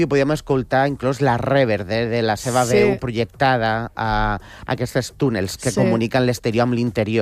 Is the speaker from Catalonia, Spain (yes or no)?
no; Cartagena, Region of Murcia, Spain; jo sóc de Cartagena i tenim la Unió a 8 quilòmetres